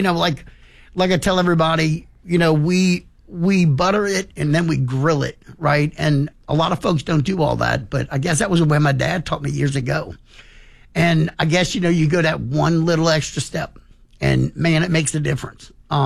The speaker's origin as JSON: {"language": "English", "town": "New Orleans", "region": "Louisiana", "country": "United States", "tie": "born there", "also_born_or_lived": "Tuscaloosa, Alabama / Tennessee / Hyde Park, New York", "moved": "as an adult", "said": "kind of growing up in New Orleans"}